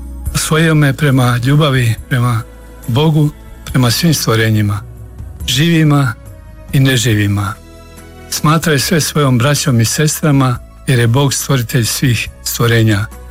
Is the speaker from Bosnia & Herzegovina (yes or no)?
yes; Herzegovina, Bosnia & Herzegovina; Kod nas u Hercegovini se kaže pratar umjesto frata.